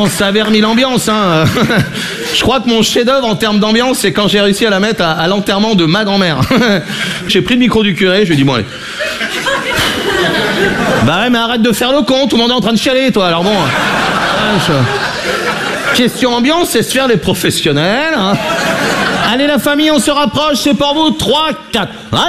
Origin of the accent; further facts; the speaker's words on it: Brittany, France; je suis breton, j'ai 20 ans.